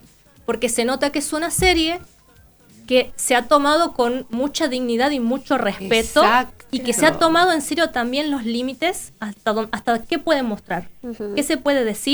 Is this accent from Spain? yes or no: no; Argentina; Nosotros somos argentinos, vivimos en otra parte del mundo.